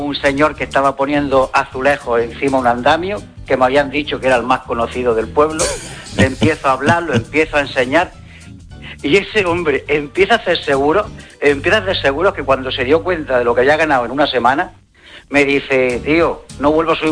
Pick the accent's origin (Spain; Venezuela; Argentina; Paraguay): Spain; Almería, Andalusia; now in Málaga, Spain; Yo soy de Almería, aunque ahora vivo en Málaga.